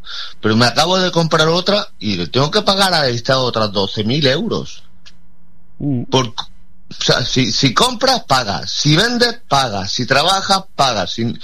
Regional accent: Spain; O sea, ¿qué hacemos? ¿Qué somos los españoles?

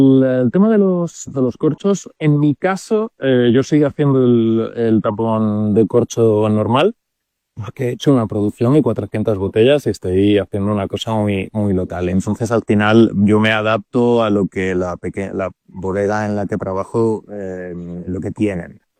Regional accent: Madrid, Community of Madrid, Spain; Yo soy de Madrid, la Sierra de Gredos está muy cerquita

